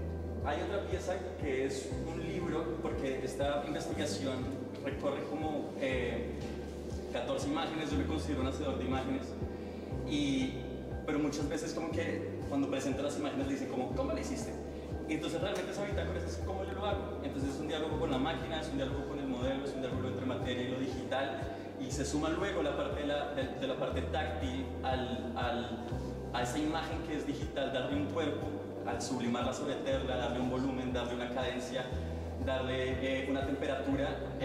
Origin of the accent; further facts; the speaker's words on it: Bogotá, Colombia; soy de Bogotá, Colombia. Soy un artista que me considero una persona muy existencialista.